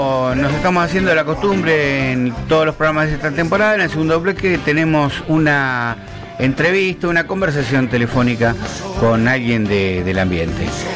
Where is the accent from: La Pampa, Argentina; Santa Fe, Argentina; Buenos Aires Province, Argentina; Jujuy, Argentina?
Buenos Aires Province, Argentina; Bahía Blanca; moved away; Yo soy de Bahía Blanca, ¿no? Nací en Bahía Blanca. De Bahía Blanca me fui hace 35 años y no existía nada de blues.